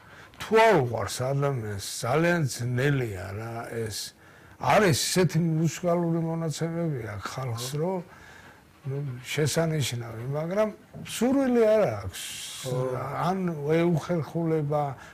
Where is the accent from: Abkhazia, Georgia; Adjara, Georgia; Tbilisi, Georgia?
Tbilisi, Georgia; დავიბადე გასული საუკუნის 50-იან წლებში როგორია ხო და საბურთალოზე მაშინ პატარა სახლები ედგა